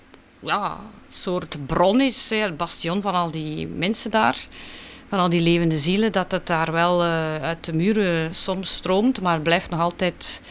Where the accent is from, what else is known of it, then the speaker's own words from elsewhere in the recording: Moorsele, Flanders, Belgium; born there; En dan heb ik er nog één in Moorsele, in mijn geboortedorp, 20 juni.